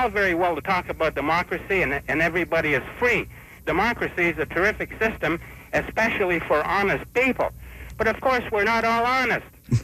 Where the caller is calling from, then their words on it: Montreal, Quebec, Canada; Montreal.